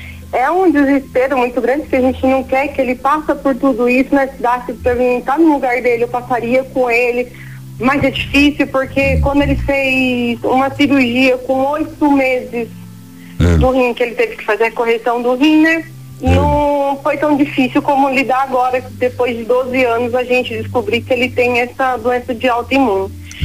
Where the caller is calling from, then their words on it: Limeira, São Paulo, Brazil; Padre, eu sou aqui de Limeira.